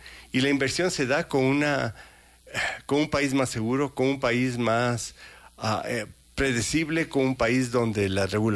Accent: Ecuador

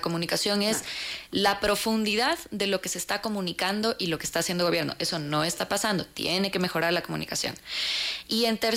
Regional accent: Ecuador; Pues para nosotros como ecuatorianos la familia sigue siendo fundamental.

